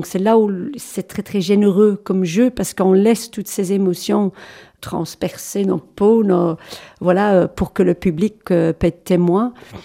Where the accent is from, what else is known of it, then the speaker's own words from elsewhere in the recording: England, United Kingdom; moved away; moi je suis anglaise, donc à la base